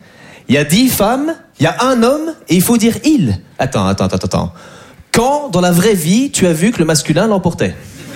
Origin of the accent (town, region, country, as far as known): Belgium